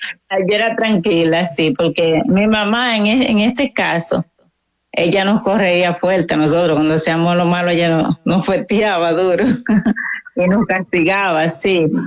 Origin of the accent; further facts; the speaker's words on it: La Romana, Dominican Republic; Soy de La Romana, en República Dominicana.